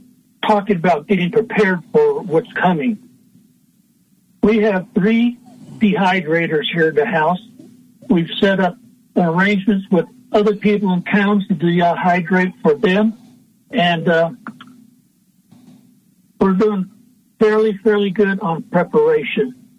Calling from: Utah, United States; from Central Utah.

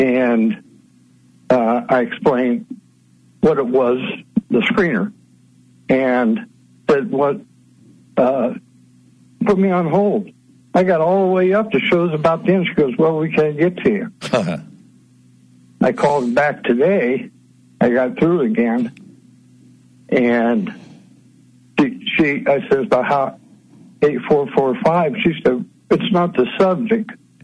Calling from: Ohio, United States

